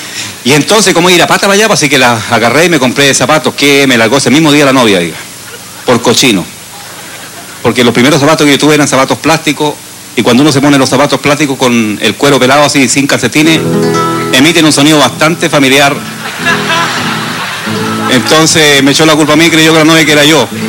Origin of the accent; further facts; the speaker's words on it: Temuco, Araucanía, Chile; Pero las mujeres de mi tierra, no de las de Quira, de Quinola, de allá de Temuco.